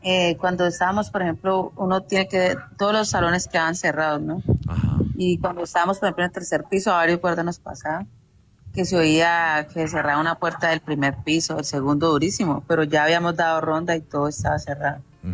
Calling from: Yumbo, Valle del Cauca, Colombia; Desde Yumbo

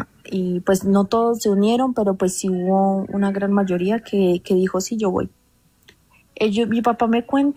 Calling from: Sevilla, Valle del Cauca, Colombia; yo soy de Sevilla Valle

